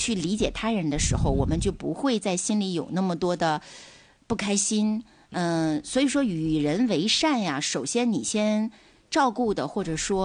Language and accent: Chinese; Dalian, Liaoning, China; 尤其是我们大连人。